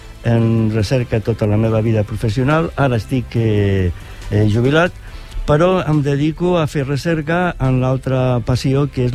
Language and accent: Catalan; Barcelona, Catalonia, Spain; born there; now in Sant Boi de Llobregat, Spain; vaig néixer a Barcelona i fa molts anys, dècades, que visc a Sant Boi.